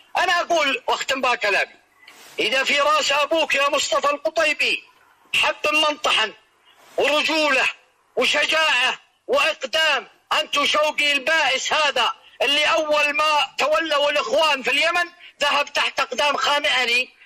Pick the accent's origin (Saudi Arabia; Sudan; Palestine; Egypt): Saudi Arabia; لم نرد ولم نفتح مساحة أبدا كسعوديين